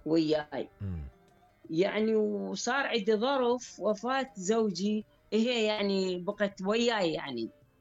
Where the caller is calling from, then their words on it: Iraq; قلت لها انا عراقيه